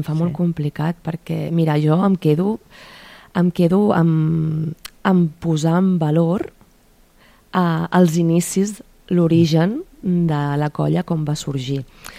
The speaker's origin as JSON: {"language": "Catalan", "town": "Caldes", "region": "Catalonia", "country": "Spain", "said": "La majoria som de Caldes."}